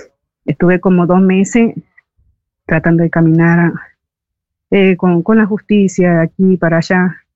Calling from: Tigre, Buenos Aires Province, Argentina; soy de acá de Tigre, de la isla

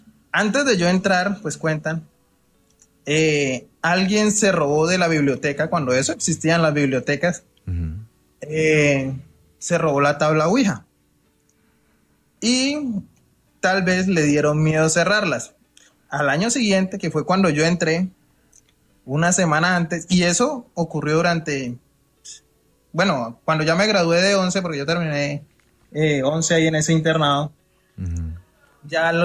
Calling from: Villavicencio, Meta, Colombia; Desde Villavicencio, Meta.

